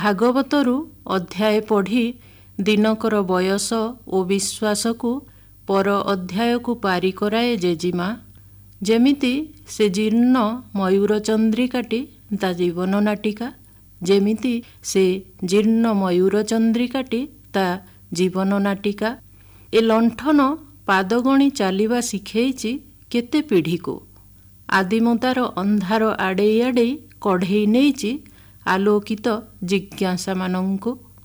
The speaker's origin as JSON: {"language": "Odia", "region": "Odisha", "country": "India", "tie": "born or raised there", "said": "ସୁନ୍ଦରଗଡ଼ ଜିଲ୍ଲାର ଗୋଟେ ଗାଁ, ପ୍ରାକୃତିକ ସୌନ୍ଦର୍ଯ୍ୟ ପରିପୂର୍ଣ୍ଣ ସେ ଗାଁଟି ଭିତରେ ମୋର ଛୁଆବେଳ କଟିଛି।"}